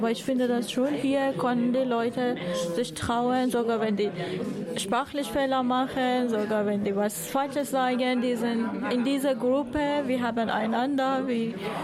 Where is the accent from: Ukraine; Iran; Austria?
Iran; German is a second language; now in Osnabrück, Germany; Ich komme aus dem Iran